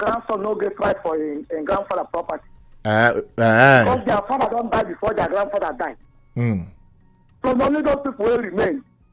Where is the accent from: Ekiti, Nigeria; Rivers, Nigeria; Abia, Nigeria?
Rivers, Nigeria; I'm from River State, you call it prescribing.